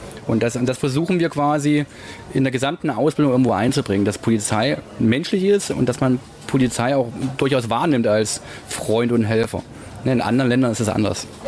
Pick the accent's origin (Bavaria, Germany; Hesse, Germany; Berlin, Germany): Hesse, Germany; Als Hesse kennt man kein Frankfurt an der Oder, ne? Da kennt man nur Frankfurt.